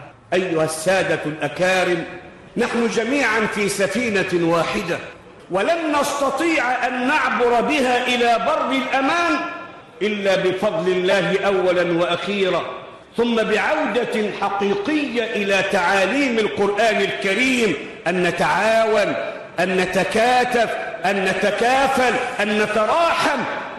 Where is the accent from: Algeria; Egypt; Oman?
Egypt; واحفظ بلدنا مصر